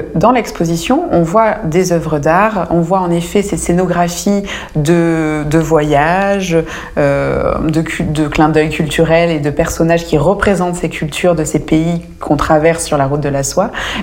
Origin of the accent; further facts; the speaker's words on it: Auvergne-Rhône-Alpes, France; ou tout simplement chez nous en Ardèche et en Drôme